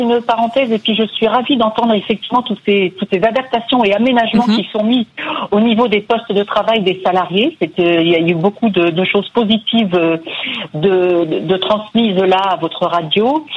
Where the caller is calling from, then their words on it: Brech, Brittany, France; Je vous appelle de la ville de Breck.